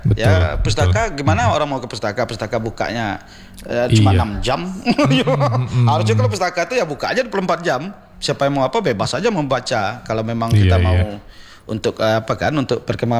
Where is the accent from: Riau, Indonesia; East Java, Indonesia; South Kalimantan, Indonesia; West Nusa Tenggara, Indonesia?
Riau, Indonesia; born there; karena kampung saya itu aliran Kamparnya kayak Batang Kapur itu satu aliran.